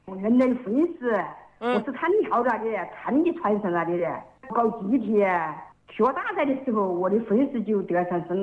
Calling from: Qianjiang, Hubei, China; 潜江总口农场。

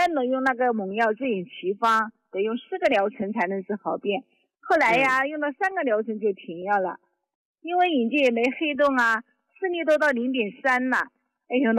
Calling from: Hubei, China; 我是湖北的。

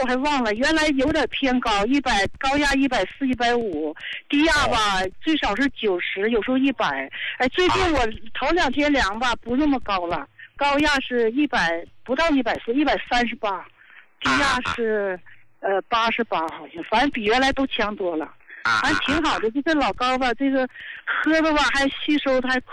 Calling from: Qiqihar, Heilongjiang, China; 我是黑龙江的，那啥，齐齐哈尔的，71岁了

